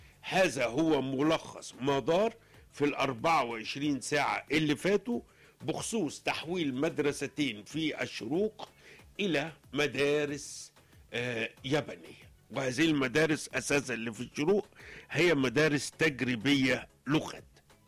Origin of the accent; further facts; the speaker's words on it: Egypt; إحنا كأسرة مصرية